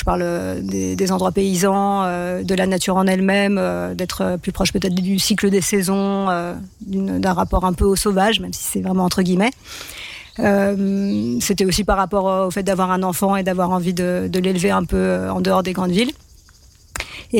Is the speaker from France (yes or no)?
yes; Paris, Île-de-France, France; Quand moi, je venais quand même de Paris